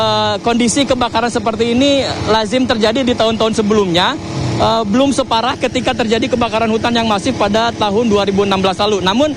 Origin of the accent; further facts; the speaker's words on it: Java, Indonesia; saya sebagai orang Jawa yang pertama kali datang ke Kalimantan